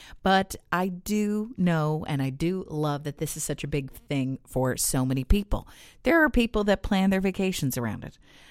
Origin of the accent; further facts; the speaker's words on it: Paradise, Newfoundland and Labrador, Canada; moved away as an adult; now in St. John's, Canada; I grew up in Paradise